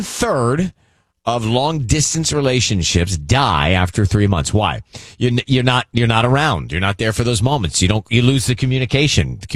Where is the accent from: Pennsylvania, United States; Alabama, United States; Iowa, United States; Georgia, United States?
Georgia, United States; now in California, United States; I'm from Georgia. I moved to California.